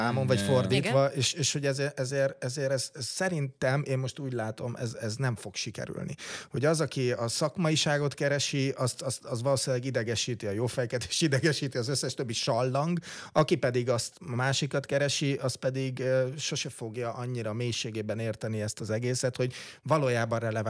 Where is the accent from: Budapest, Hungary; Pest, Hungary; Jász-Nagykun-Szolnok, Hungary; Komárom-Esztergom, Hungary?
Jász-Nagykun-Szolnok, Hungary; Törökszentmiklós; born there; egy törökszemiklósi illetőségű, hogy ahol én születtem